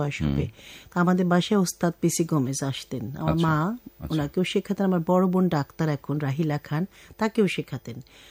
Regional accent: Dhaka, Dhaka Division, Bangladesh; আমার জন্ম ঢাকাতেই, ওল্ড টাউনে, খাজেদেওয়ানে। আমার school Viqarunnisa school, Holi cross কলেজে, তারপর পরবর্তীতে আমি Bangladesh university of engineering and technology বুয়েটে পড়াশোনা করেছি স্থাপত্য চর্চা নিয়ে।

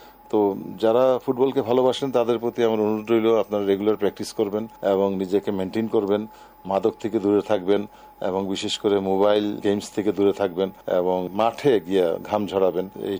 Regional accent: Bangladesh; born there; আমি আল্লাহর কাছে কৃতজ্ঞ যে আমি বাংলাদেশে জন্মগ্রহণ করেছি।

